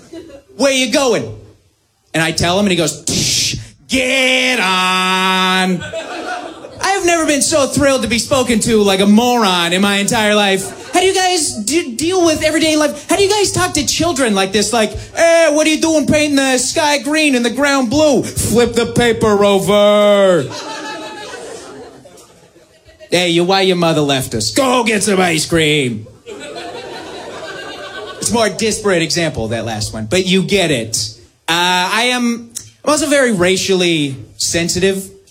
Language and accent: English; Canada; now in United States; I'm actually from Canada. I know, exotic, quite impressive. And I've been living here in the States for a little while now.